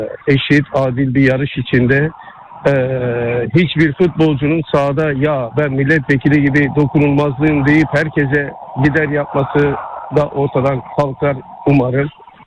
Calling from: Izmir, İzmir, Turkey; Ben de İzmir'den arıyorum.

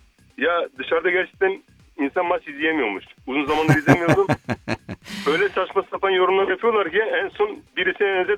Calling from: Istanbul, Turkey; İstanbul'dan.

